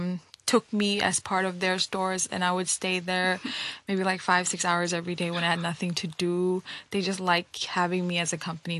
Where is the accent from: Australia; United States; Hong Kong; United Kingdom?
Hong Kong; I was born and raised in Hong Kong. I did my high school in Delia Memorial School, Hip Hua, and then I went to do my LLBs in City U.